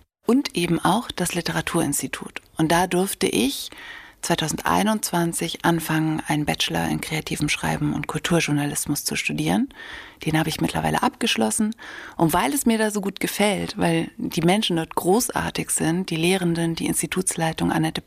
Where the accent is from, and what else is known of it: Bavaria, Germany; born or raised there